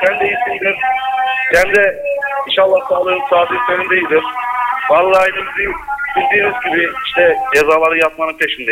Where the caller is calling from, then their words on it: Nazilli, Aydın, Turkey; Nazilli Açık Cezaevinden arıyorum.